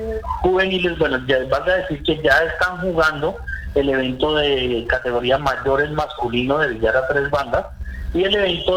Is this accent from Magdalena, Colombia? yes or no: no; Ramiriquí, Boyacá, Colombia; mi tierra, Ramiriquí, Boyacá